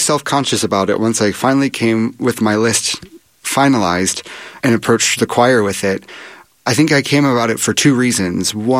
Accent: Oregon, United States; I'm from Oregon. We have a lot of people that tie themselves to trees.

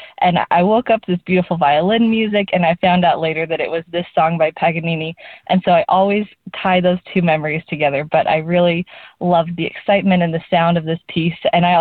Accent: Salt Lake City, Utah, United States; from Salt Lake City, Utah

